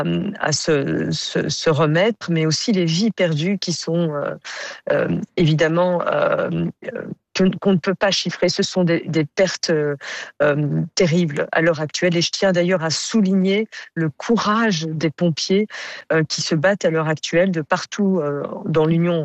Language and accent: French; Belgium; Et vous le savez sans doute, je suis belge.